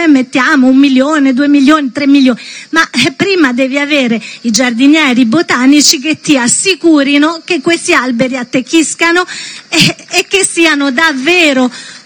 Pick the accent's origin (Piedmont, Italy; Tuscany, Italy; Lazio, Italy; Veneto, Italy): Lazio, Italy; Rome